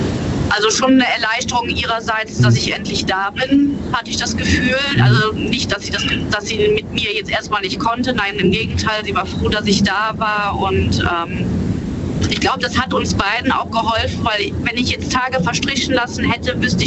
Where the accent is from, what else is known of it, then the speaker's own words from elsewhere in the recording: Hennef, North Rhine-Westphalia, Germany; Hennef. Ich komme aus Hennef.